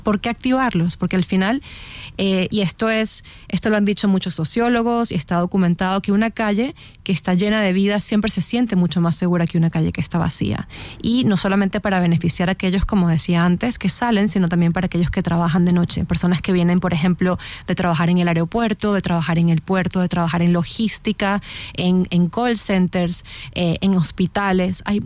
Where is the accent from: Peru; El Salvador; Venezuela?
Venezuela; Caracas, Capital District; yo soy de Venezuela y en Venezuela empecé a estudiar la importancia de la noche como espacio para socializar, ¿no? Habiendo crecido en Caracas